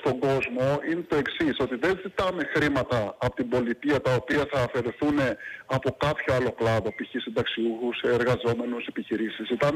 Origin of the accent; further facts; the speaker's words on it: Kalymnos, South Aegean, Greece; ιδιαίτερα εδώ στην Κάλυμνο σε εμάς